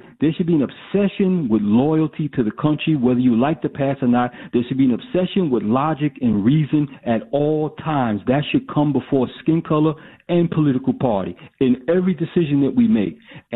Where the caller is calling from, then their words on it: United States; I am an American.